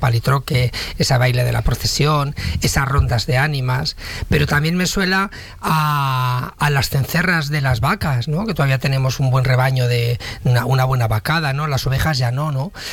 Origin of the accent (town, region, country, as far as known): Palazuelos de la Sierra, Castile and León, Spain